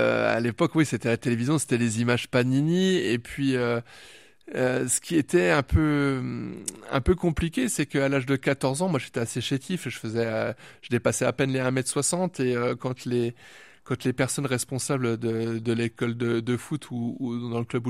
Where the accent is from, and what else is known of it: Grand Est, France; now in Morbihan, France